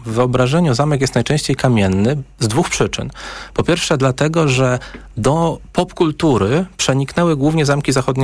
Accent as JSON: {"language": "Polish", "town": "Wrocław", "region": "Lower Silesian Voivodeship", "country": "Poland", "said": "ja jestem z Wrocławia."}